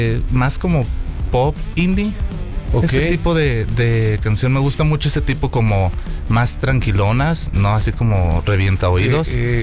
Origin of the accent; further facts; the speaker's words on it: Lázaro Cárdenas, Michoacán, Mexico; moved away as an adult; now in Chicago, United States; yo soy de Lázaro Cárdenas, Michoacán.